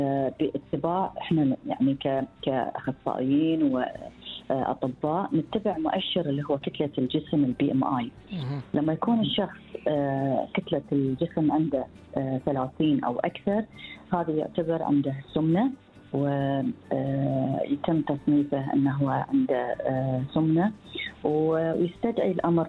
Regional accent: Bahrain; متوفر عندنا في البحرين.

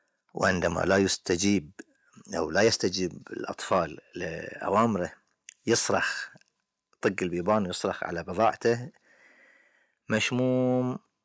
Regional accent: Bahrain; وعندنا في البحرين

